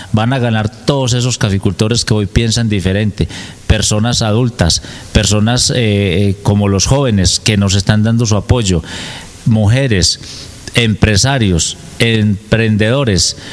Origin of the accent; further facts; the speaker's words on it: Caicedo, Antioquia, Colombia; Soy de Caicedo